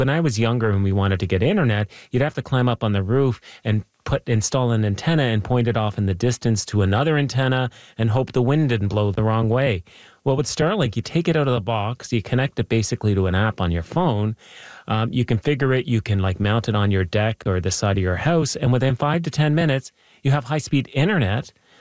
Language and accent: English; Nova Scotia, Canada; now in Toronto, Canada; I live now in Toronto, and I mean, there's hardly any Starlink service here in the city, but, you know, I'm from Nova Scotia